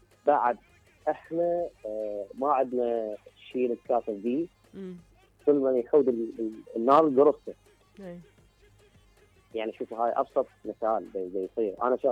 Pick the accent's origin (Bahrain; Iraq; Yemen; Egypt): Iraq; ومرات احنا عراقيين طلع الباتريات